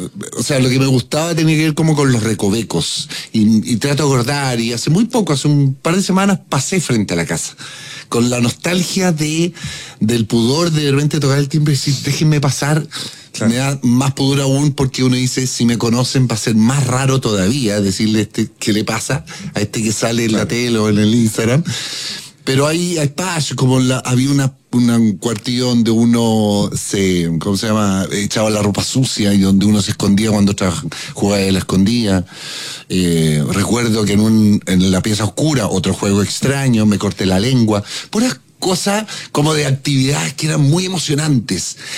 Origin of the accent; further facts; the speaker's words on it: Santiago Metropolitan Region, Chile; mi primera casa de recuerdo, si bien yo nací en otra, estaba en el Bosque con Diego Almagro, frente a una plaza, frente a la Plaza del Bosque.